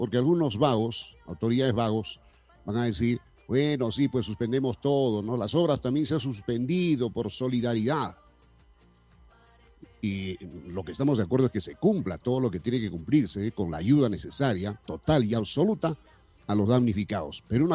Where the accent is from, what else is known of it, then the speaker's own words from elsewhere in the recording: Peru; todos somos peruanos